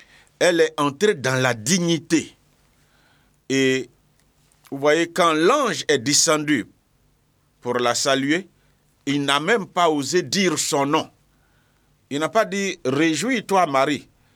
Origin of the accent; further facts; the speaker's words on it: Bondoukou, Zanzan, Côte d’Ivoire; Je suis natif de Bondoukou, et c'est avec beaucoup de joie que je vous parle aujourd'hui.